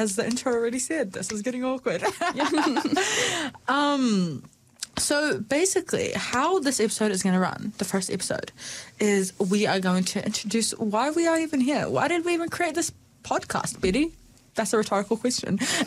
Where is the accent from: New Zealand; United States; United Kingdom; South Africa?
New Zealand; Dunedin, Otago; born there; How old am I? 16 years old, born in Dunedin, but I hail from Palestine